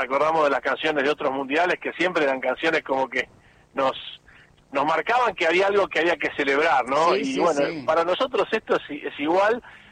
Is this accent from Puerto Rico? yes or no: no; Argentina; que trataremos que nos identifique como pueblo, como iglesia, como argentinos